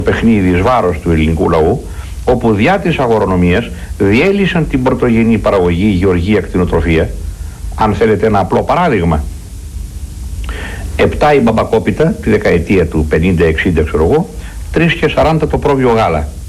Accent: Greece

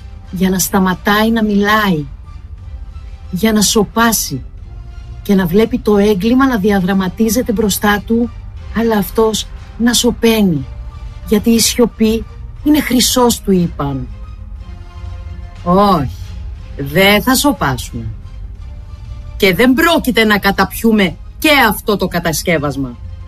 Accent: Greece

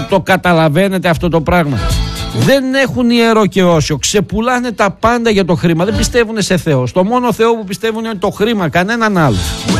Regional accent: Greece; Εγώ ντρέπομαι που είμαι Έλληνας

